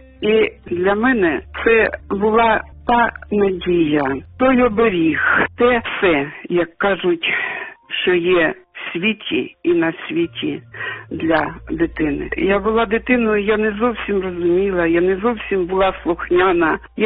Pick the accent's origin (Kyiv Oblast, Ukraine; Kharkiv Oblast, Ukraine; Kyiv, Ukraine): Kharkiv Oblast, Ukraine; Vasyshcheve; Я народилась в селі під Харковом, в Васищевах. Ми жили в селі.